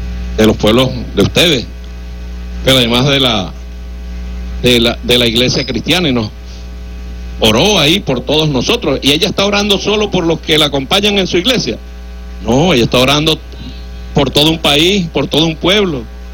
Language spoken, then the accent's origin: Spanish; Laguna de Sinamaica, Zulia, Venezuela; soy aquí originario de la Laguna de Sinamaica. ¿Ah? Del barro, de ahí soy originario, y ahí dice, lugar de nacimiento, ahí nací.